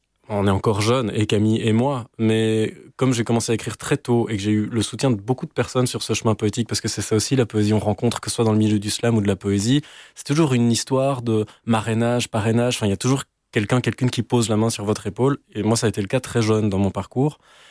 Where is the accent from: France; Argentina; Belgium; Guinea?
Belgium; Dinant, Wallonia; je suis originaire de Dinan et que c'est un territoire qui me tient fort à cœur